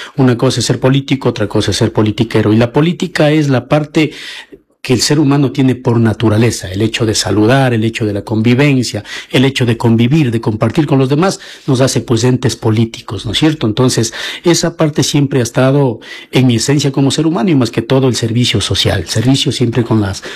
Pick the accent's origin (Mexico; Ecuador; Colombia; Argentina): Ecuador; Chimbo, Bolívar; moved away as an adult; Como chimbeño, ¿qué le estoy entregando a mi tierra? Mire, muchos jóvenes, y dentro de ellos estoy yo, porque he tenido que salir a otra tierra, he tenido que emigrar a buscar oportunidades